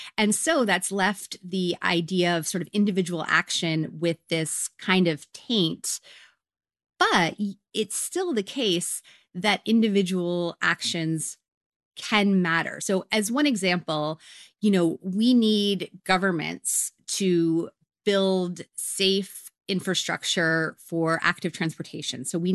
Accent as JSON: {"language": "English", "country": "Canada", "said": "And, as a Canadian"}